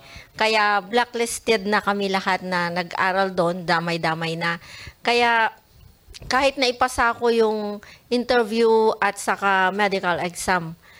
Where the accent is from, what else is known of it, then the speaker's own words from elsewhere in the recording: Cagayan Valley, Philippines; now in Santiago City, Philippines; So, ako ay from Nueva Vizcaya at ang aking asawa naman ay from Cagayan Province. Pero nakatira kami sa Santiago City, Isabela.